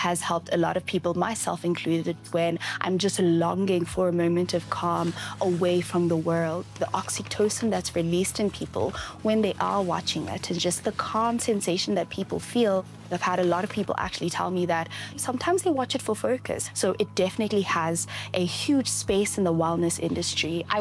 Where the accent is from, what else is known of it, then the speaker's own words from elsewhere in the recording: South Africa; first language Zulu; English is a second language; I've never heard it in my mother tongue. I've never heard it in a South African language.